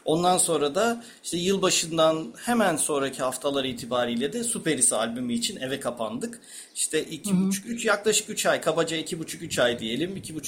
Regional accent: Balıkesir, Turkey; Ben de Balıkesirliyim bu arada.

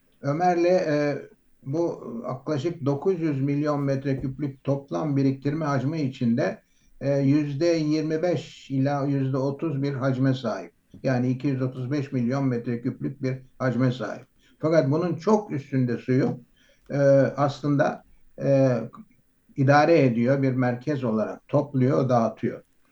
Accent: Istanbul, Turkey; Çünkü İstanbulluyum. Bir İstanbul sevdalısıyım. İstanbul'da doğdum. Kurbağalı Dere'yi bilirseniz eğer, onun üzerindeki bir ahşap köşkte doğdum.

